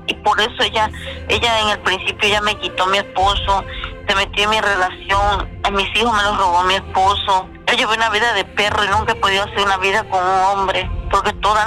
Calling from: Chetumal, Quintana Roo, Mexico; yo vivo en Chetumal.

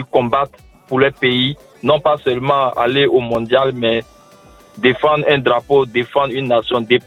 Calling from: Côte d’Ivoire; je suis ivoirien.

